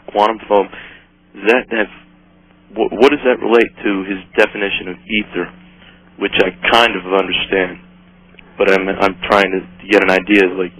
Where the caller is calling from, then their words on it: New York, United States; I'm calling from New York.